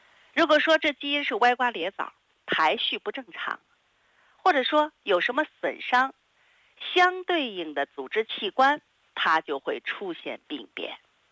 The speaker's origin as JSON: {"language": "Chinese", "country": "China", "said": "你看我们中国人长得是眉清目秀，你看老外一看咱们就能看出来"}